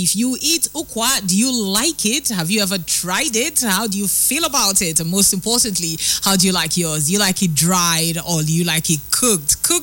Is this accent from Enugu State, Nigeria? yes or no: yes; Enugu State, Nigeria; Soba, I'm from Enugu State. As a matter of fact, my junction is called Akinokwa.